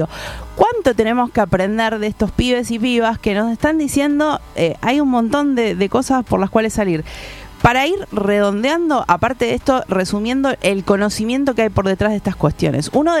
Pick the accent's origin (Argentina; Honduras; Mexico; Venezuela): Argentina; Merlo, Buenos Aires Province; más yo soy de Merlo